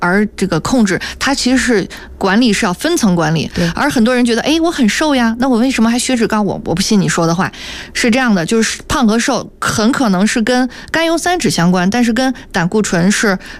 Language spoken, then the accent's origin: Chinese; China; 我们中国人